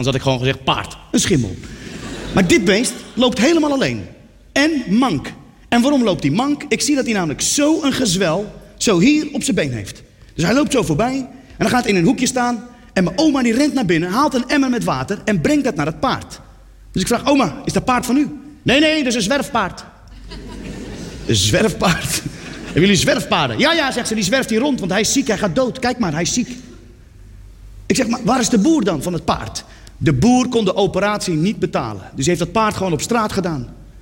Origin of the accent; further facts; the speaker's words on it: Netherlands; Ik zeg, ik kom uit Nederland, daar heb je geen zwerfpaarden.